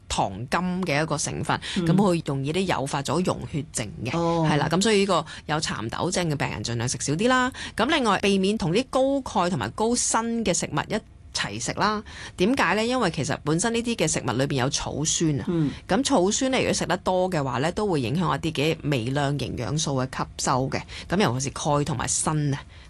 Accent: China; 咁我哋中國人都有發酵嘅大豆產品嘅喎

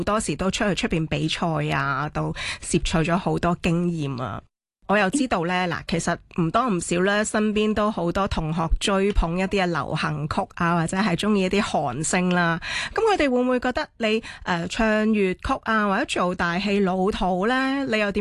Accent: Macau; 准备15岁，嚟自澳门嘅

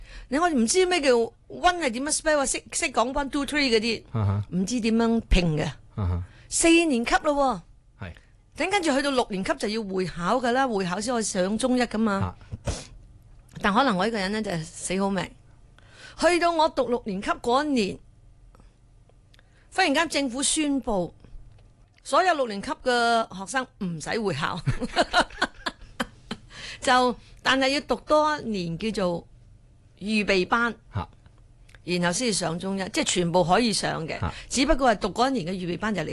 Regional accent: Ipoh, Perak, Malaysia; moved away; 我哋喺嗰度出世咧

